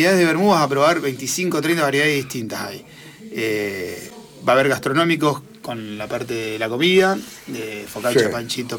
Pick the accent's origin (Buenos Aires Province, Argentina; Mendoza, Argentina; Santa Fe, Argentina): Santa Fe, Argentina; Rosario; Somos los rosarinos